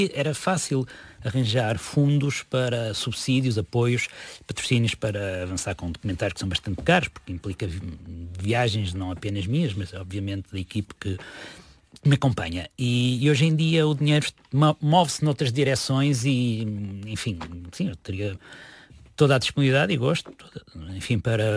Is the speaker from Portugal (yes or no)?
yes; Figueira da Foz, Centro, Portugal; eu sou da Figueira da Foz